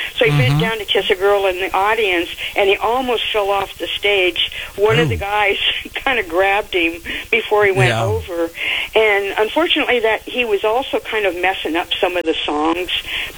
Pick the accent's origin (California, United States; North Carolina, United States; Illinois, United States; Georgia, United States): California, United States; Inglewood; And I grew up in Inglewood, down in Southern California in the South Bay area, which was part of the beach town. So I was about 7 miles from the beach.